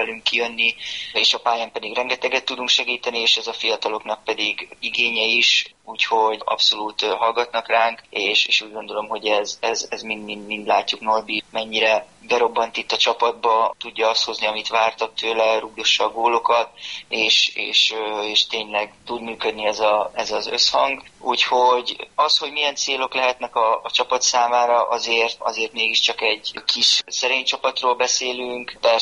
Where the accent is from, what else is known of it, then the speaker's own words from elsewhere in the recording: Karcag, Jász-Nagykun-Szolnok, Hungary; amikor még a Ferencváros is játszott karcagon, én akkor labdaszedő voltam, tehát én ebbe a közegben nőttem fel, akkor nagyon nagy futballőrület volt karcagon